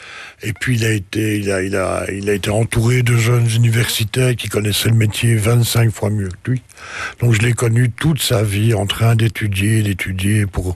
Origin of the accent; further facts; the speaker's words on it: Belgium; now in Etterbeek, Belgium; Assez fier surtout en tant que Belge